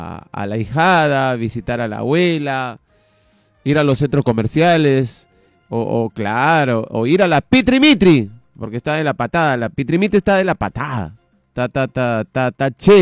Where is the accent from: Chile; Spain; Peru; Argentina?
Peru; nosotros como peruanos